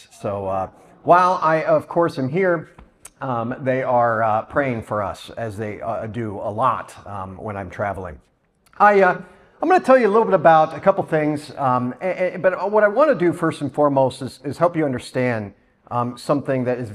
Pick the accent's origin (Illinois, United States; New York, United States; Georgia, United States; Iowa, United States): Iowa, United States; Des Moines; Well, as was said … I'm from Des Moines, Iowa.